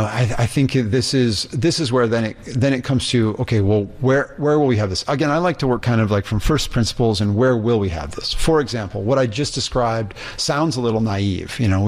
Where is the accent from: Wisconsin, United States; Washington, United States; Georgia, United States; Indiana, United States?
Indiana, United States; look, I'm a skateboarder from Indiana.